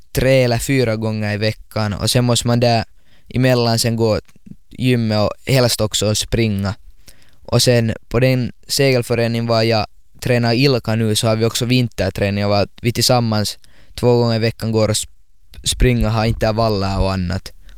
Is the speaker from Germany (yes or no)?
no; Finland